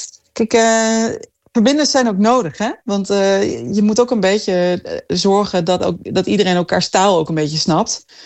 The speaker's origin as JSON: {"language": "Dutch", "town": "Veendam", "region": "Groningen", "country": "Netherlands", "tie": "born or raised there", "also_born_or_lived": "Randstad", "moved": "as an adult", "said": "ik kom uit Veendam."}